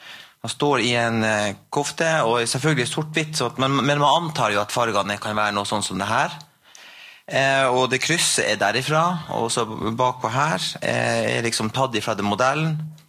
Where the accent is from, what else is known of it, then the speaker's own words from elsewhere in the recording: Porsanger, Finnmark, Norway; Jeg er fra Porsanger